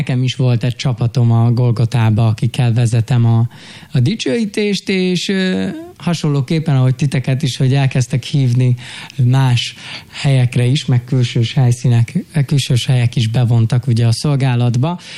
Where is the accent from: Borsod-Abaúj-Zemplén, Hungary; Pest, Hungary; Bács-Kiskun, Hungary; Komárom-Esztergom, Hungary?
Komárom-Esztergom, Hungary; Esztergom; naív kis esztergomiként